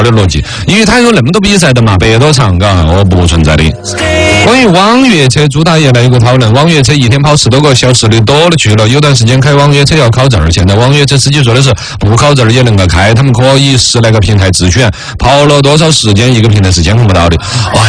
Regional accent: China; 我们中国人之前没买的票的，现在有些宽带票

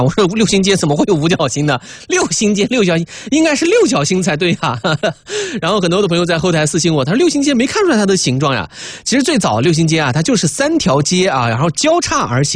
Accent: Yining, Xinjiang, China; now in Neijiang, China; 在我们做在伊宁市长大的这一群人看来

